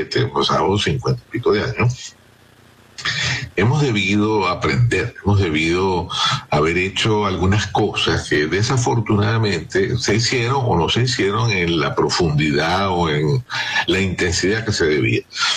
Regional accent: Venezuela; estamos muy compungidos, pues, como venezolanos, ante este evento que no se puede predecir

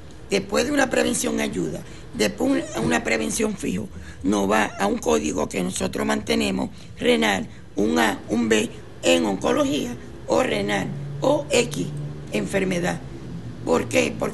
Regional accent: Maracaibo, Zulia, Venezuela; now in Machiques, Venezuela; Sí, yo soy maracucha, yo soy de Maracaibo, pero yo vivo en Machique.

